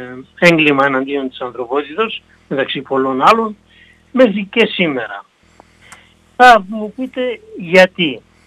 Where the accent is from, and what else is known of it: Greece; also born or lived in Germany